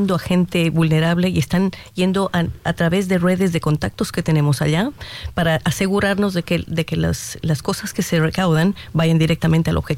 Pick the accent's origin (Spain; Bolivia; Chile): Bolivia; Para mí, bueno, como boliviana, el poder compartir con gente de mi país iniciativas como esta es algo que me llena mucho el corazón.